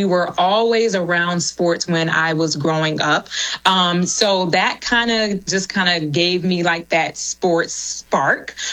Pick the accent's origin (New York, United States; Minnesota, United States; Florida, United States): Florida, United States; Jacksonville; moved away as an adult; now in Orlando, United States; I am originally from Jacksonville, Florida. So go Jags. I currently reside in the Orlando area. I moved here to attend the University of Central Florida